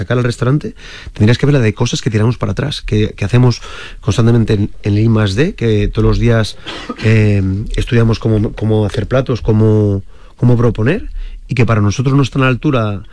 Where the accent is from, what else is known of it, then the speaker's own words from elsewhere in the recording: Madrid, Community of Madrid, Spain; Y mira que no soy del Atleti, soy de Madrid, mira, volviendo al fútbol.